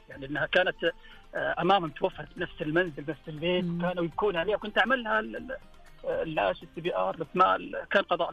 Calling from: Sakaka, Al-Jawf, Saudi Arabia; اكلمك من سكاكي منطقة الجوف.

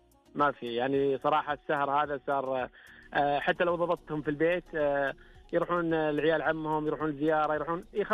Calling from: Al-Kharj, Riyadh Province, Saudi Arabia; أنا أكلمك من محافظة الخرج

